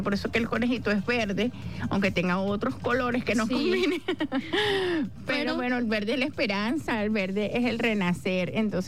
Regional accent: Venezuela

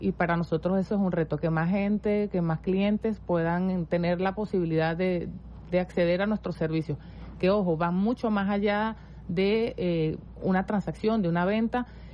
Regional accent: Venezuela

